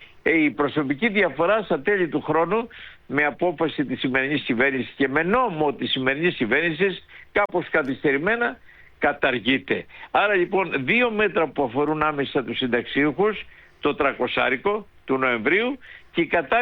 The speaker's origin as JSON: {"language": "Greek", "region": "Western Greece", "country": "Greece", "tie": "born or raised there", "said": "Εδώ που είμαι στην Ηλία, στην πατρίδα μου"}